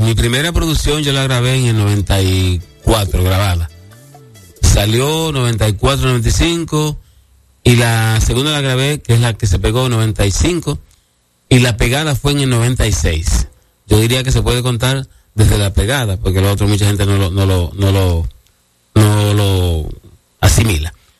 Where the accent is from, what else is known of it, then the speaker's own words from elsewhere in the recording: Cotuí, Sánchez Ramírez, Dominican Republic; born there; now in Santo Domingo, Dominican Republic; Yo nací en Sevicos, tierra santa de la provincia Sánchez Ramírez y que pertenece a Cotuí